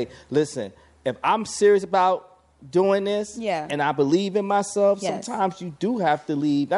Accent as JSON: {"language": "English", "region": "New York", "country": "United States", "tie": "born or raised there", "said": "we were all born and raised in New York"}